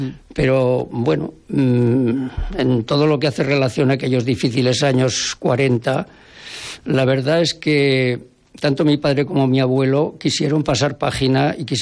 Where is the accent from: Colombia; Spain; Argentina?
Spain; Jaca, Aragon; viví aquí en los primeros años de mi vida y luego ya en mi juventud, en mi adolescencia, hasta que me fui a estudiar fuera de Jaca. Pero siempre he estado yendo y viniendo y siempre he tenido mi domicilio en Jaca también.